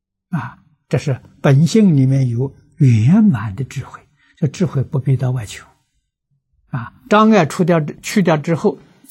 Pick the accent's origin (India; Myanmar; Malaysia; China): China; 我们中国人讲，人之初性本善